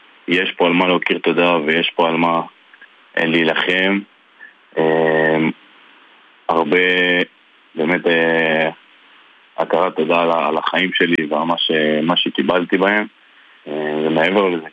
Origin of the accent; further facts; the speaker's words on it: Ness Ziona, Central District, Israel; אז אני גדלתי בנס ציונה.